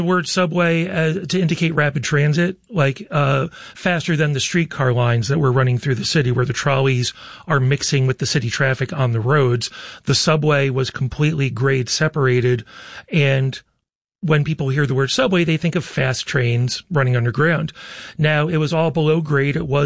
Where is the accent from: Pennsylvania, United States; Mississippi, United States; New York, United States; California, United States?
New York, United States; now in Rochester, United States; Growing up outside New York City and riding trains and using transit is just a part of life. I grew up in the suburbs, worked in New York City.